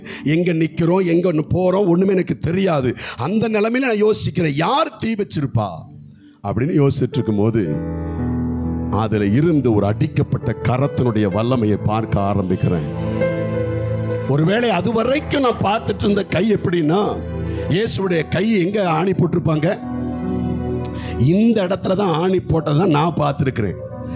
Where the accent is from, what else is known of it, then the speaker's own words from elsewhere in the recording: India; என்னுடைய சொந்த ஊர் கேரளா பக்கத்தில் இருக்குதான ஒரு சின்ன ஊர் கிராமம்